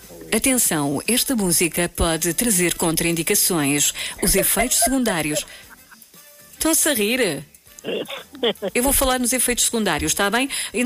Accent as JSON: {"language": "Portuguese", "country": "Brazil", "lives_now": "Portugal", "said": "Portugal, eu sou brasileiro. O brasileiro para aqui, o brasileiro para lá. Chamam-me assim as pessoas: ai, o brasileiro."}